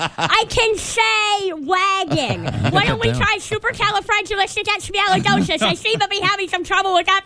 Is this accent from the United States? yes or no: no; Canada; I'm from Canada.